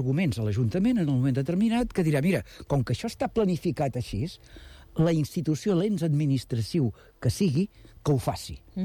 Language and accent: Catalan; Badalona, Catalonia, Spain; com a badaloní nosaltres podem fer la proposta nostra